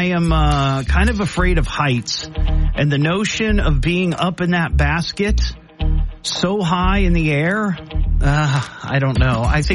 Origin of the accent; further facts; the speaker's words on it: Beavercreek, Ohio, United States; When I was growing up in Beaver Creek, there was a guy that lived down the street from us